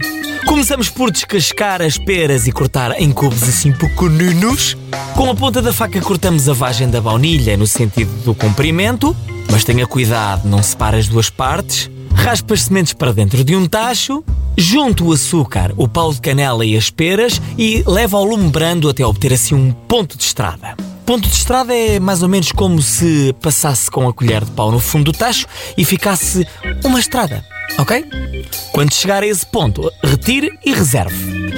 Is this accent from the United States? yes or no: no; Oeste, Portugal; Pois é, eu até sou do Oeste, a terra da pera roxa.